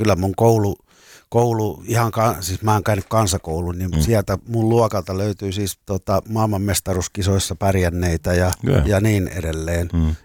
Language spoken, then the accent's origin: Finnish; Lapua, South Ostrobothnia, Finland; Mä oon kotoisin pienestä Ruhan kylästä, maalaiskylästä, Lapua ja Seinäjoen puolesta välistä.